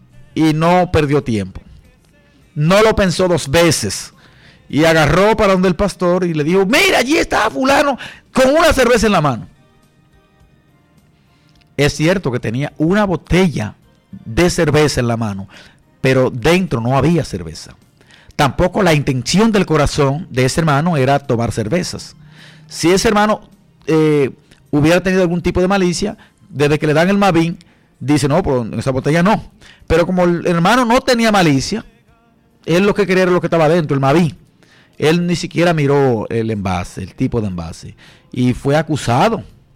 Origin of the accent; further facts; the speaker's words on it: El Limonar, Dominican Republic; allá en el Limonar, en mi tierra.